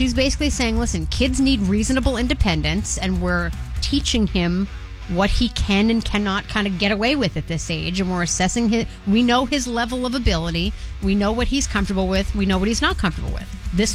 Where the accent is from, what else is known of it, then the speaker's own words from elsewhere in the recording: Boston, Massachusetts, United States; growing up in East Boston